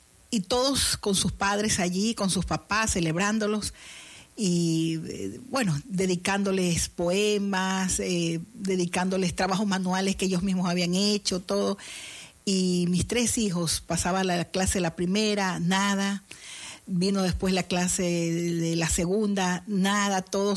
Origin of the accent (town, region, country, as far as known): Guayaquil, Guayas, Ecuador